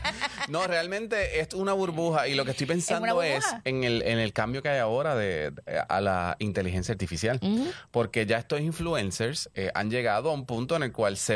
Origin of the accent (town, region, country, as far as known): Puerto Rico